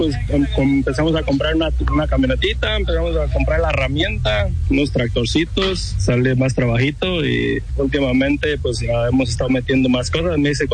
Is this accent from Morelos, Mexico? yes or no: no; Michoacán, Mexico